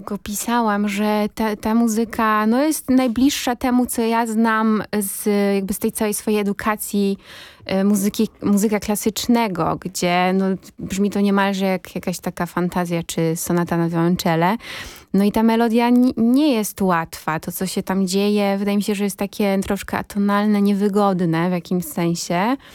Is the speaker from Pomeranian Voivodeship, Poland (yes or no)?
yes; Tczew, Pomeranian Voivodeship, Poland; nigdy wcześniej nie mieszkałam tak blisko morza. Oczywiście ja pochodzę z Pomorza, bo urodziłam się w Tczewie, więc Gdańsk był mi bardzo bliski i wielokrotnie tam bywałam